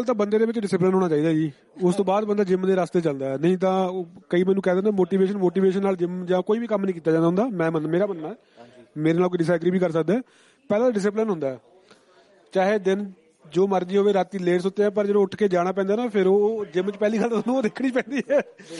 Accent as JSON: {"language": "Punjabi", "region": "Punjab", "country": "India", "tie": "born or raised there", "said": "ਜਦੋਂ ਮੈਂ ਛੋਟਾ ਹੁੰਦਾ ਸੀ ਨਾ ਤੇ ਸਾਡੇ ਇਲਾਕੇ 'ਚ ਇੱਕ ਸ਼ਹਿਰ ਪੈਂਦਾ ਛੋਟਾ ਜਿਹਾ ਖੰਨਾ ਟਾਊਨ ਹੈ, ਜਿਹੜੇ ਮੇਰੇ ਇਲਾਕੇ ਦੇ ਨੇ ਉਹਨਾਂ ਨੂੰ ਪਤਾ ਹੋਊਗਾ"}